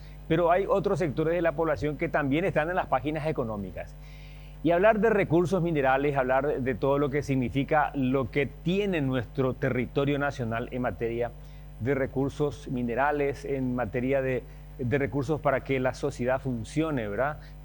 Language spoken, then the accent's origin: Spanish; Paraguay